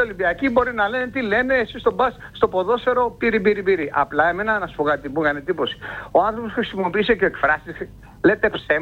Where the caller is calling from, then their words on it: Greece; Τυχαίνει να είμαι ένας Έλληνας πολίτης